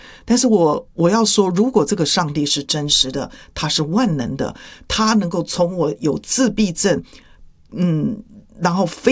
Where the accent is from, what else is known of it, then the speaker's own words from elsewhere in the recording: Taiwan; moved away; 因为我们台湾学普通话中文呢需要当我在念那个学注音符号的时候